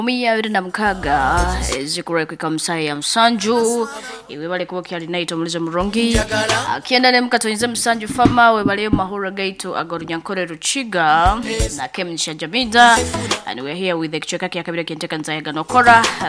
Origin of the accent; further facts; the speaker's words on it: Rugashali, Western Region, Uganda; I'm from Rugashali. There, Kagadi, you are fine.